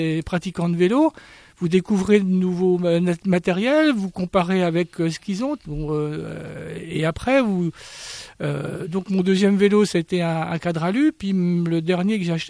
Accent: Bourgogne-Franche-Comté, France; moved away as an adult; now in Seine-et-Marne, France; j'habitais en Bourgogne. Et d'ailleurs, je suis natif de Bourgogne.

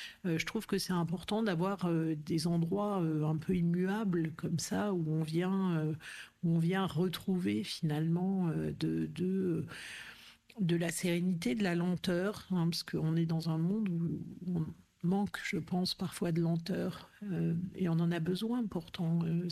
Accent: Clermont-Ferrand, Auvergne-Rhône-Alpes, France; also born or lived in Aveyron; Alors, j'ai grandi à Clermont-Ferrand, enfin majoritairement, puisque mes parents, mon père avait été muté à Clermont.

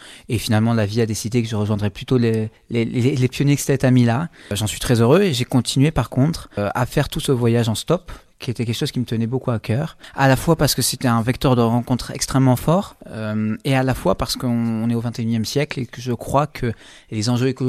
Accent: Toulouse, Occitanie, France; en tant que Toulousain, on est imprégné par cette culture hispanique

